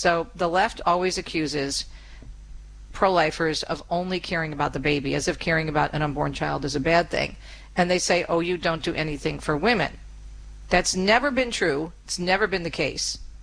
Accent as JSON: {"language": "English", "region": "Michigan", "country": "United States", "said": "In my home state of Michigan, and God willing, we're returning there after the show on Monday."}